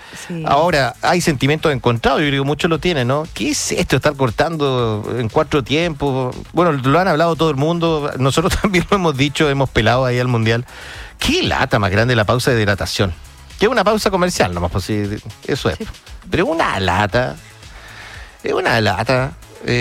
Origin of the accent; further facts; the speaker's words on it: Punta Arenas, Magallanes and Chilean Antarctica, Chile; Y le decía, de Punta Arenas.